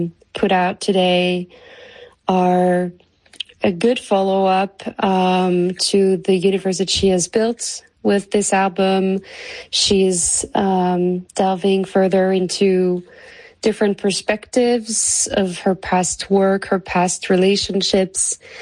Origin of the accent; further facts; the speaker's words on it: France; from France, and I'm really enjoying the newest songs that … has released